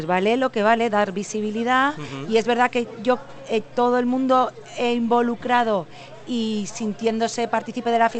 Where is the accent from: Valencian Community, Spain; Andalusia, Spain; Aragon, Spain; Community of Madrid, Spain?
Aragon, Spain; Monzón; soy de Monzón de toda la vida